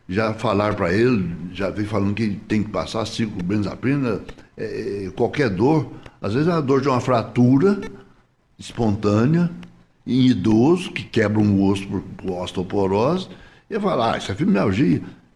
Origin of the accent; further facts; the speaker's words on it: Minas Gerais, Brazil; Ah, sou mineiro, né?